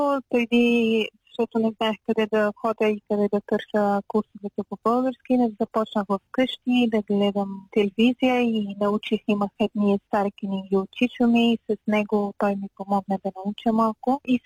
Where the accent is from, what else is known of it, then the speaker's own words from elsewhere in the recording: Afghanistan; Bulgarian is a second language; now in Bulgaria; защото съм от Афганистан